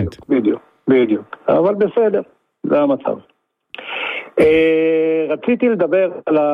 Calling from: Dafna, Northern District, Israel; לא, אני מקיבוץ דפנה.

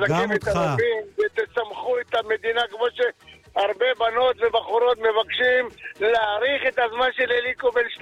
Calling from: Kfar Saba, Central District, Israel; אני מכפר סבא

